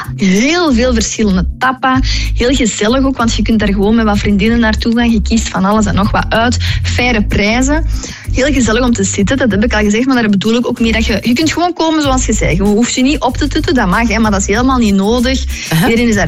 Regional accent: Herentals, Flanders, Belgium; born there; in Herentals. Mijn geboortestad

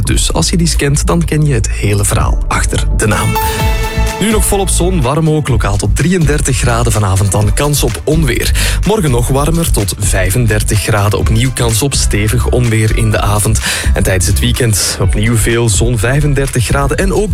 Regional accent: Nijlen, Flanders, Belgium; Vroeger, ik kom dus uit Nijlen en ja.

